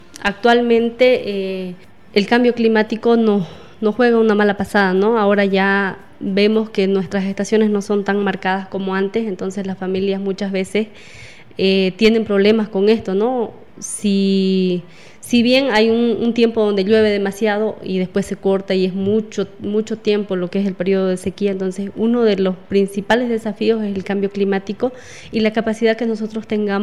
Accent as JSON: {"language": "Spanish", "region": "Santa Cruz", "country": "Bolivia", "said": "Entonces, es una de las oportunidades que tenemos que aprovecharlo como Valles Cruceños"}